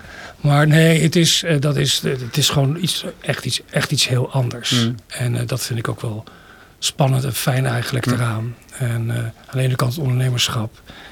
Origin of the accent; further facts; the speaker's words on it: The Hague, South Holland, Netherlands; moved away as an adult; now in Veldhoek, Netherlands; woon er sinds, even kijken, 2014. Daarvoor kwam ik oorspronkelijk uit Den Haag. En ik wilde daar weg. Ik wilde eens kijken wat er nog meer eigenlijk in Nederland te beleven was. En dan heb ik Nederland rondgereden. En ik kwam in de Achterhoek.